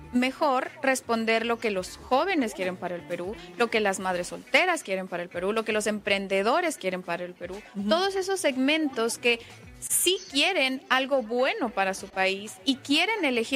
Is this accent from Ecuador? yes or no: yes; Ecuador; also born or lived in Mexico; Sí, yo soy de Ecuador y viví un tiempo en México donde tuve mi mayor exposición política.